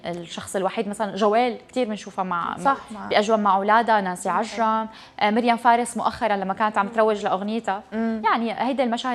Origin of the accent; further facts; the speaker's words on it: Syria; عندنا بسوريا